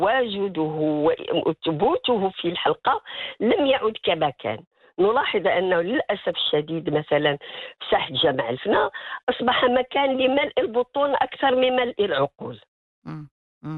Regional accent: Morocco; نحن كمغاربة

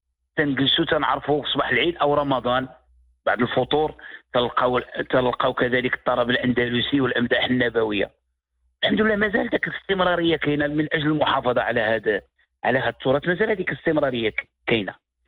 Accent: Morocco; accent: Moroccan Darija; فنحن والحمد لله في المغرب منذ القديم، منذ أن كنا صغار،

